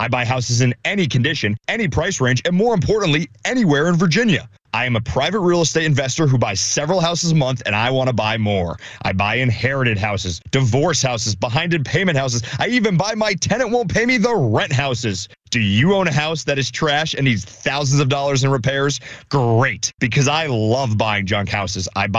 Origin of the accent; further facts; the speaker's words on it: Netherlands; Yes, I'm from the Netherlands.